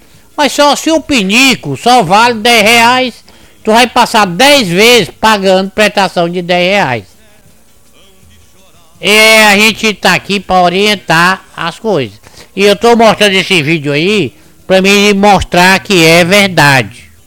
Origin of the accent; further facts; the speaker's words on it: Ceará, Brazil; now in Teresina, Brazil; Sou uma pessoa simples, humilde, vim do interior do Ceará, almoço, janto, feijão, farinha, cuscuz, arroz, não como caviar